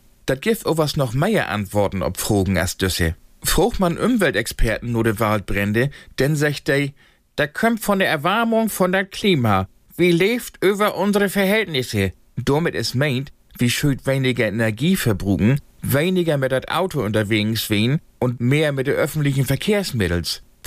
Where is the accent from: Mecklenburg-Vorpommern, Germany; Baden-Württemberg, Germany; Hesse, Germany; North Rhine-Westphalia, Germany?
Mecklenburg-Vorpommern, Germany; was auch bei uns in McPom und so in Gang sind.